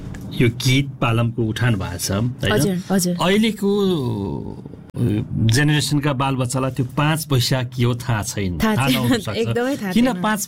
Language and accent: Nepali; eastern Nepal, Nepal; म पनि अब पूर्वमै जन्मेर हुर्केको